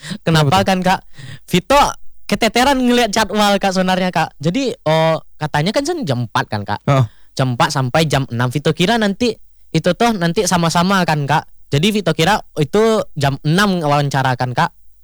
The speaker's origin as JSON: {"language": "Indonesian", "region": "West Sumatra", "country": "Indonesia", "said": "Oke kak, yang kita kan dari Sumatera Barat dulu nih kak."}